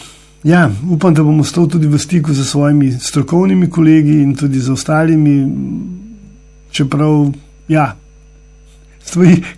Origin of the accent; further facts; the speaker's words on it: Lower Carniola, Slovenia; smo Slovenci ali pa Dolenci